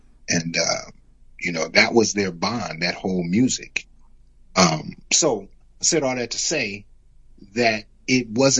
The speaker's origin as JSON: {"language": "English", "town": "Richmond", "region": "California", "country": "United States", "tie": "born or raised there", "said": "I remember being 4 and 5 years old, being where we grew up in Richmond. We wasn't too far from Nickel Park"}